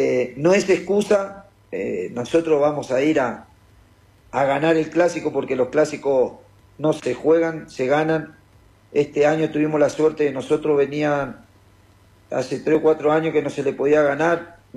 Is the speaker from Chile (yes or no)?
no; Reconquista, Santa Fe, Argentina; also born or lived in Spain; now in Peru; soy argentino, soy de Reconquista, pero hace 24 años que vivo en España. Uh-huh. Ahora hace 3 años, 4 que estoy acá en Perú por motivos laborales